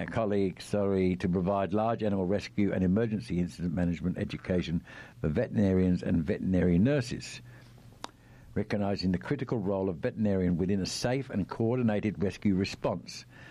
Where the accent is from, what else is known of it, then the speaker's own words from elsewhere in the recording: The Oaks, New South Wales, Australia; moved away; And I'm a Sydney boy. I come from the Oaks.